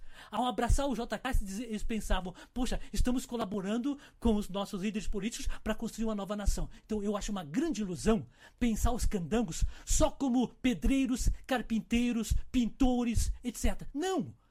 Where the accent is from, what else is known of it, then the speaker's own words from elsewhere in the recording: Porto Alegre, Rio Grande do Sul, Brazil; eu sou de Porto Alegre.